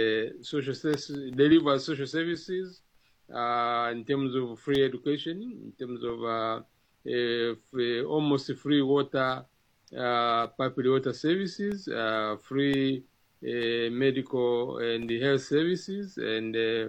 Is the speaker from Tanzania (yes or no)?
yes; Tanzania; I'm speaking from Tanzania, and I'm a Tanzanian, and I started hearing about Mwalimu Nyerere when I was 7, 1967